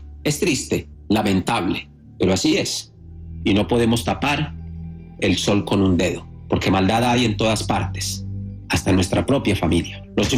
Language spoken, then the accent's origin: Spanish; Catemaco, Veracruz, Mexico